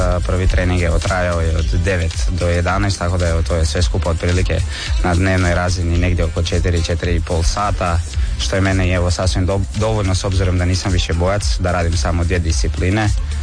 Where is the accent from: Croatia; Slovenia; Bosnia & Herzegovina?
Croatia